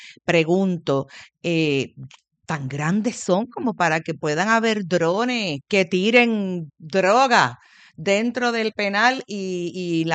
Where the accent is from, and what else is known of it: Puerto Rico